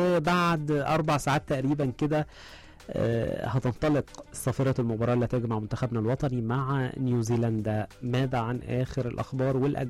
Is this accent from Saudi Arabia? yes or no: no; Egypt; كمصريين الكل منتظر